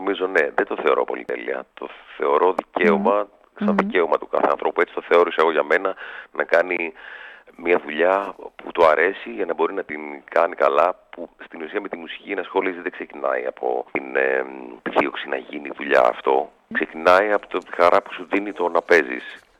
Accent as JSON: {"language": "Greek", "town": "Thessaloniki", "region": "Central Macedonia", "country": "Greece", "tie": "born or raised there", "said": "η Θεσσαλονίκη είναι το χωριό μου."}